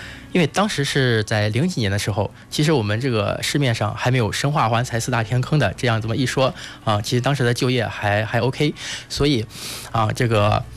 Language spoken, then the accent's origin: Chinese; Jinan, Shandong, China; 第一是我的这个老家，我本身就出生在咱们历城区董家镇张二村。